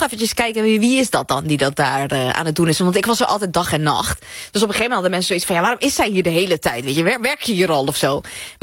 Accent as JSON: {"language": "Dutch", "town": "Amsterdam", "region": "North Holland", "country": "Netherlands", "tie": "born there", "said": "Ik ben geboren in Amsterdam. Maar vanuit huis heb ik altijd geleerd van mijn moeder, thuis spreken we Farsi. En op school mag je Nederlands leren."}